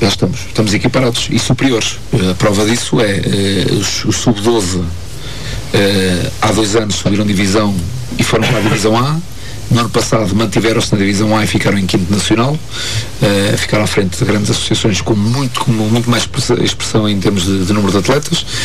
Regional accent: Guarda, Portugal; Sim, eu sou de cá da Guarda e eu comecei a jogar basquete na altura, era a Desportiva da Guarda

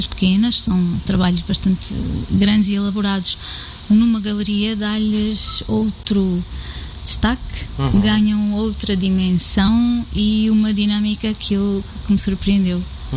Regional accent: Abrantes, Centro, Portugal; born there; also born or lived in Angola

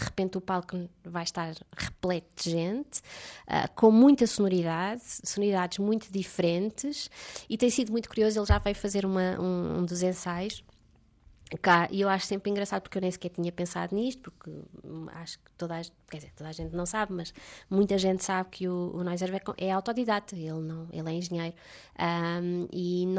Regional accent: Covilhã, Centro, Portugal; eu nasci na Covilhã e que cresci com um déficit de oferta cultural

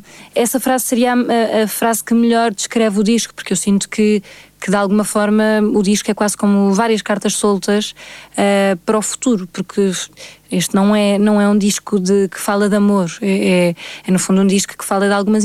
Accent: Portugal; esta coisa da emoção e que nos define muito enquanto portugueses.

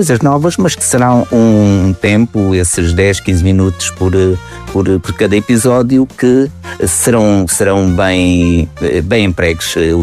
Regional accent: Barbacena, Alentejo, Portugal; na minha aldeia de Barbacena

